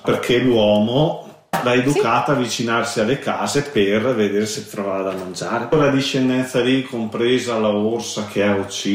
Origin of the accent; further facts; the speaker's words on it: Cles, Trentino-Alto Adige, Italy; Io vengo da Kles, dove sono stati rilasciati gli orsi.